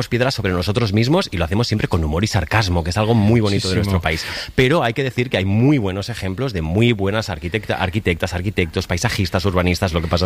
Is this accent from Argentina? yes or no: no; Catalonia, Spain; Porque yo soy catalán, entonces los catalanes que nacimos a finales de los 90